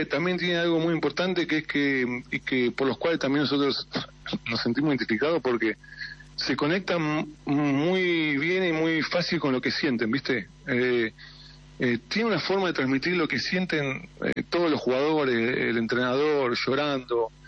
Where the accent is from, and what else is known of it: Argentina